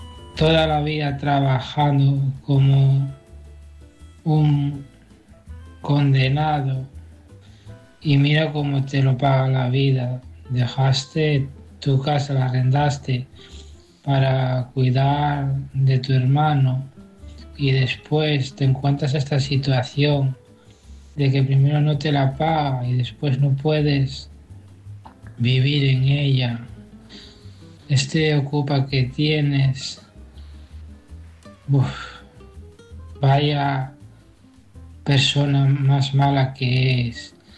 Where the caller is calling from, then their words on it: Asturias, Spain; desde Asturias.